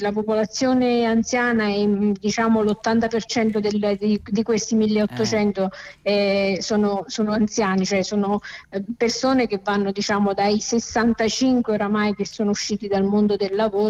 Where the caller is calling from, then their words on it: Pontelandolfo, Campania, Italy; io vengo da Ponte Landolfo, che è un paesino della provincia di Benevento.